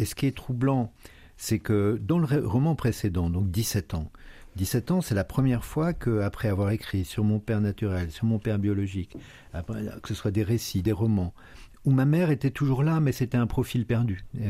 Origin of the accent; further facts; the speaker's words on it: Nice, Provence-Alpes-Côte d'Azur, France; born there; je suis né à Nice d'ailleurs, ce qui est absurde, ma grand-mère, de peur que les voisins voient ma mère au ventre arrondi, elle l'avait exilée, il n'y a pas d'autre mot, sur les hauteurs de Nice, chez des bergers